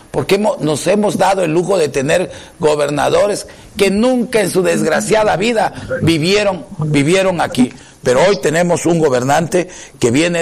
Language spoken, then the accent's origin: Spanish; Juárez, Chiapas, Mexico; born there; now in Tuxtla Gutiérrez, Mexico; Yo llegué hace 40 años aquí a Tuxtla Gutiérrez, ya hice 40 años. Yo soy de Juárez, Chiapas, pero pues aquí nací en Chiapas y aquí me voy a morir. Y voy a morirme aquí con mi tierra, con los tuxtlecos y con los chiapanecos. Yo soy chiapaneco orgullosamente de este rincón mexic